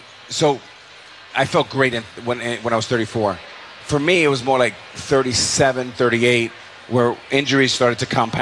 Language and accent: English; New York, United States; born there; I was born right here in New York in the shadows of Yankee Stadium.